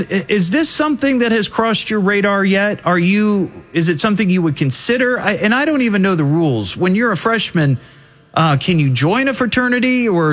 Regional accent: Dayton, Ohio, United States; I'm going to go to the broadcasting school in my hometown right here in Dayton.

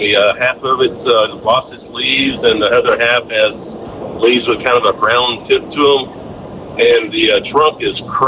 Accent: Gwinnett County, Georgia, United States; No. I'm from Gwinnett County, so I didn't get any traffic.

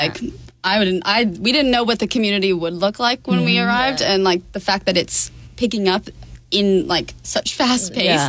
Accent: California, United States; now in Miami, United States; And I'm from California. So like we both grew up in soccer, football communities, but very, very different.

